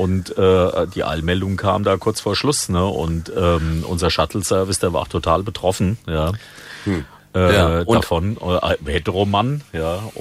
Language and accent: German; Hesse, Germany; Ich komme aus der Wetterau.